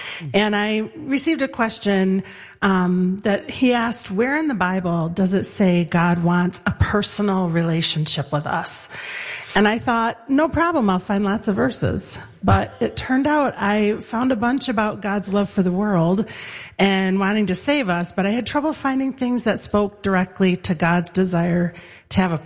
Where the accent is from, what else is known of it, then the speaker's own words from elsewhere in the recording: Grand Rapids, Michigan, United States; I'm from Grand Rapids.